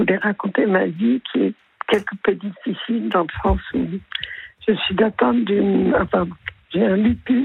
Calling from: Paris, Île-de-France, France; Après quoi, j'ai quitté Paris. Je suis allée continuer mes études d'agronome en gestion des ressources humaines. Mmh. Et ensuite, je suis revenue à Paris.

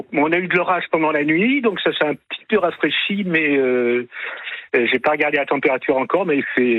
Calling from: Mons, Wallonia, Belgium; j'appelle de Mons, donc c'est à peine à 15 km de la frontière, c'est pas très loin de Maubeuge en fait.

